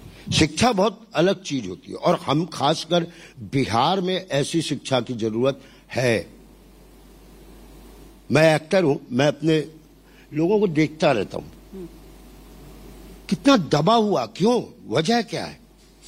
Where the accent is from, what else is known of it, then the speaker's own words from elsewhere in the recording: Varanasi, Uttar Pradesh, India; born there; moved away as an adult; also born or lived in Bihar; now in Mumbai, India; बनारस ने बहुत पाला, जन्म यहाँ दिया, तो लेकिन है पूर्वांचल ही सब।